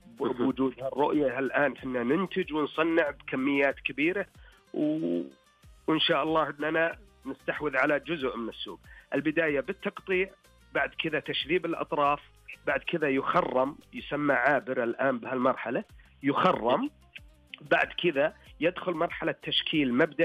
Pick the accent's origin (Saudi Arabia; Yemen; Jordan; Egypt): Saudi Arabia; حنا عندنا بالسعودية